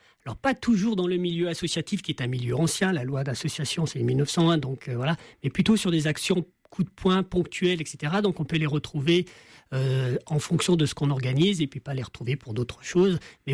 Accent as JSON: {"language": "French", "region": "Auvergne-Rhône-Alpes", "country": "France", "said": "notamment chez nous en Isère, dans les secteurs de montagne."}